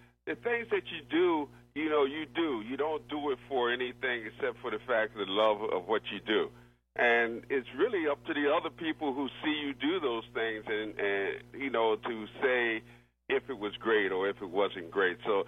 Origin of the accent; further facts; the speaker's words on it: Philadelphia, Pennsylvania, United States; growing up in Philadelphia